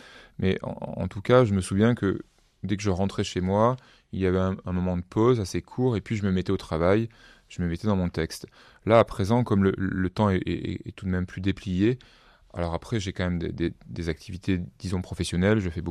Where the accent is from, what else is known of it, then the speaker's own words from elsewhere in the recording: Avignon, Provence-Alpes-Côte d'Azur, France; also born or lived in Var; je suis né à Avignon, je suis au cœur de ma terre natale.